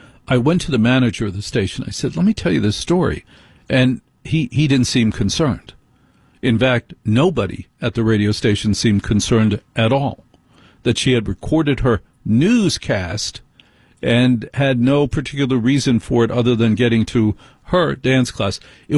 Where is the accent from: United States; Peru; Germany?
United States; New Jersey; because, you know, I'm from Jersey. I'm from the Northeast.